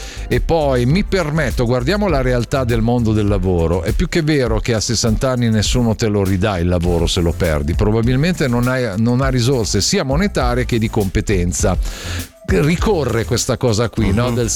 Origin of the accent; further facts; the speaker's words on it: Switzerland; sono svizzera, mi hanno licenziata a 53 anni dopo 20 di lavoro e dopo il Covid.